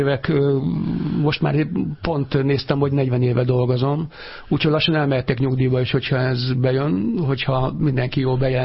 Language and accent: Hungarian; Budapest, Hungary; Én a 11. kerülethez tartom magam, mert én ott születtem, ott jártam iskolába, a Vodába, egyébként meg Erzsébeten laktunk